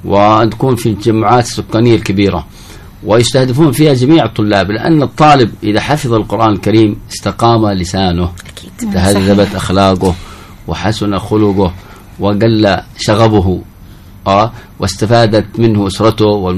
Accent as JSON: {"language": "Arabic", "country": "Yemen", "said": "عندنا في اليمن ولله الحمد في بلادنا"}